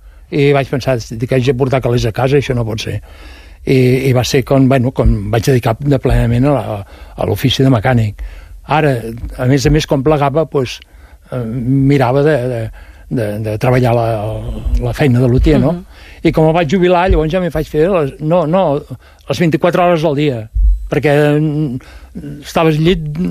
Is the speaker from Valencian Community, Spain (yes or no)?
no; Mas Rampinyo, Catalonia, Spain; perquè soc de Marrampinyo, sabeu on és? Montcada Reixac, entre Montcada Reixac i la Llagosta hi ha Marrampinyo. Bueno, que tots eren pagesos abans